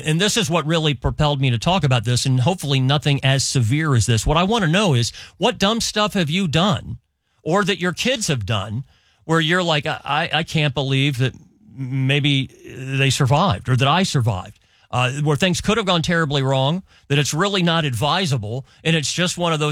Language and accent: English; Dayton, Ohio, United States; moved away as an adult; now in Cincinnati, United States; We used to ride bikes down and go fishing, rivers or whatever else growing up in Dayton, like Stillwater or Little Miami, et cetera.